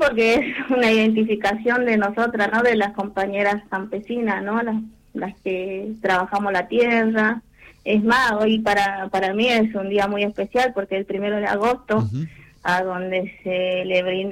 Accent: Puerto Viejo, Jujuy, Argentina

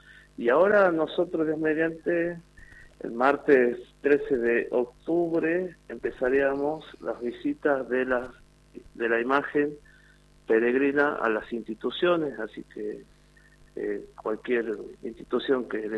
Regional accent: San Fernando del Valle de Catamarca, Catamarca, Argentina; yo soy nacido y criado en Capital.

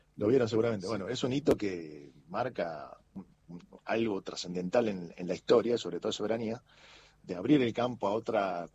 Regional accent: Argentina; Obviamente, como todos, somos argentinos y cada uno con su cábala, como todo, ¿viste?

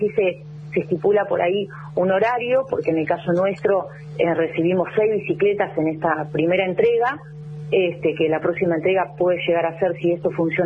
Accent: Azul, Buenos Aires Province, Argentina; moved away as an adult; now in Tandil, Argentina; soy la única que no soy de Tandil, yo soy azuleña.

